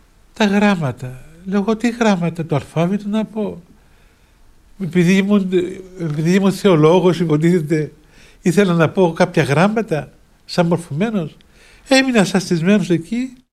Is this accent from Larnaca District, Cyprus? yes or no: no; Limassol, Limassol District, Cyprus; moved away; Είμαι από τη Λεμεσό, είμαι διάκονος.